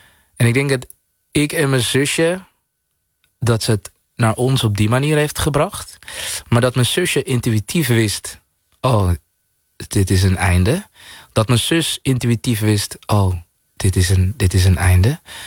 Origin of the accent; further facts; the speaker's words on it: Suriname; En op een hele Surinaamse manier, waarin we eigenlijk als Surinamers vaak denken, ach, het is iets kleins, komt wel goed